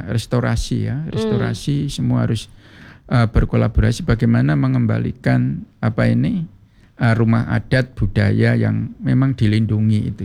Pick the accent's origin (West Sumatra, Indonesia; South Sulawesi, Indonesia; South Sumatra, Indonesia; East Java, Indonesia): East Java, Indonesia; Surabaya; kita Surabaya khususnya di Jawa Timur